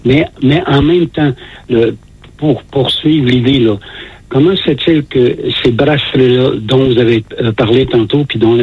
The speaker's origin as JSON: {"language": "French", "town": "Saint-Jérôme", "region": "Quebec", "country": "Canada", "said": "chez nous, à Saint-Jérôme"}